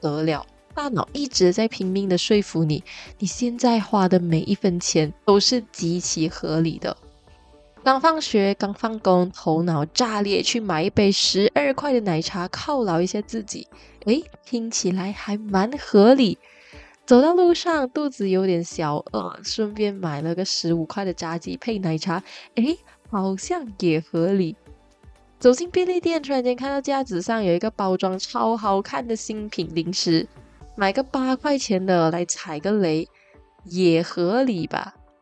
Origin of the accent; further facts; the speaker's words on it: Malaysia; 而是我们大马人每个人都挂在嘴边最常讲的4个字，来都来了。